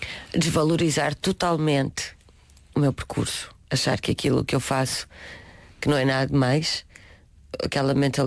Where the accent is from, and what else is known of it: Portugal